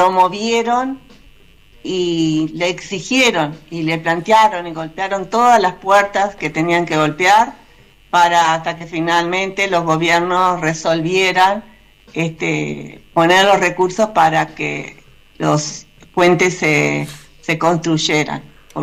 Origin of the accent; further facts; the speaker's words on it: Paysandú, Uruguay; Yo además soy de Paysandú, soy sanducera, estoy mirando el Río Uruguay también acá